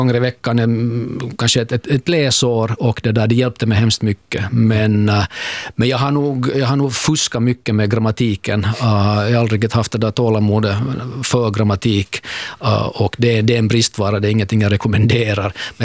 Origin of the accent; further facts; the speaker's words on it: Kronoby, Ostrobothnia, Finland; moved away as an adult; also born or lived in Saint Petersburg, Russia; now in Helsinki, Finland; min hemstad är inte Jakobstad, okay. utan jag har växt upp i det där stolta Kronoby.